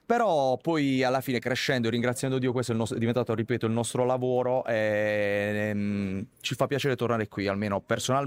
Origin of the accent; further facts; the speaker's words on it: Bari, Apulia, Italy; now in Taranto, Italy; noi veniamo da Bari, però immagino succeda anche qui a Taranto sicuramente.